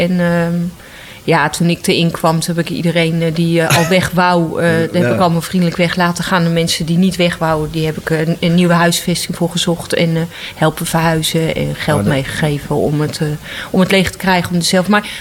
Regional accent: Utrecht, Netherlands; born there; Ja, ik ben op de Oude Gracht geboren.

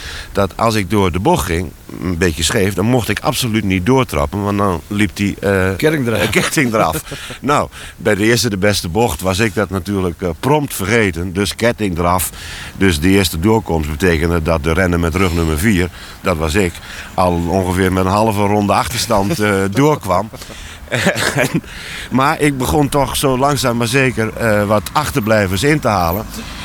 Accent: Coevorden, Drenthe, Netherlands; Ja, nou, je had hier een speeltuin. Een actieve buurt- en speeltuinvereniging.

